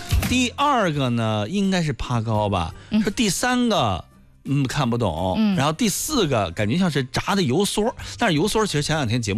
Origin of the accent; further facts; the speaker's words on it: southern China, China; 我一个南方人